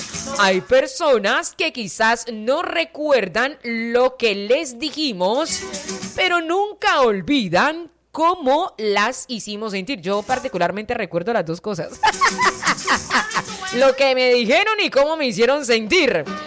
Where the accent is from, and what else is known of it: Colombia